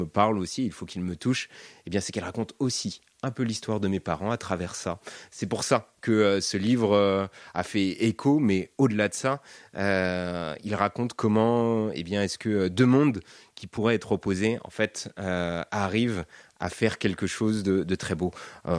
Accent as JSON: {"language": "French", "town": "Vouthon", "region": "Nouvelle-Aquitaine", "country": "France", "tie": "born or raised there", "also_born_or_lived": "Brazil", "said": "Moi, j'ai grandi en Charente, à Vouton, à côté de la Rochefoucauld. J'ai fait toute ma scolarité ici."}